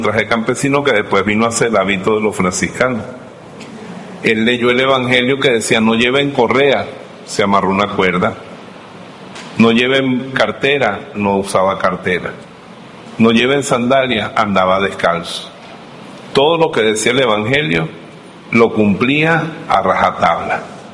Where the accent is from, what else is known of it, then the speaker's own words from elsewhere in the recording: Venezuela; Nosotros los venezolanos somos los paisanos de Augusto Conde